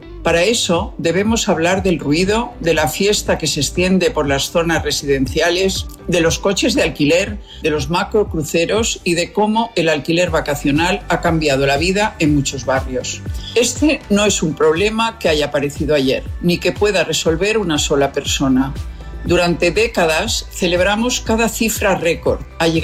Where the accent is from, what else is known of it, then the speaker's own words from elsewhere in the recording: Mallorca, Balearic Islands, Spain; Me siento mallorquina y mediterránea hasta la médula